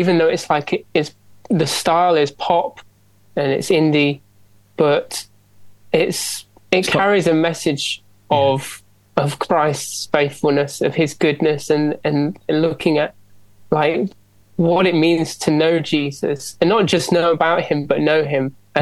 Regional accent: Nottingham, East Midlands, United Kingdom; moved away as an adult; now in Leeds, United Kingdom; I grew up in a Pentecostal church back in Nottingham.

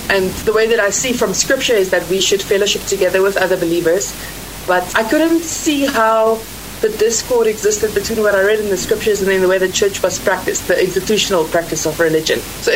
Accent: South Africa; like Rob said, and I'm South African. I grew up in the beautiful Drakensberg Mountains.

